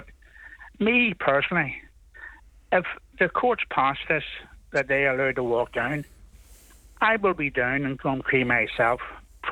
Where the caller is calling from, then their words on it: Belfast, Northern Ireland, United Kingdom; I'm 76. I come from the Falls Road.